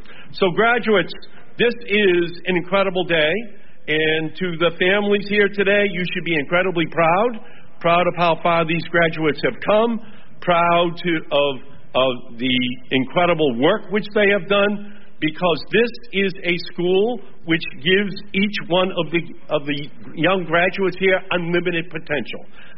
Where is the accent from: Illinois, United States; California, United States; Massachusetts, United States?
Massachusetts, United States; Malden; When I was a boy growing up in Malden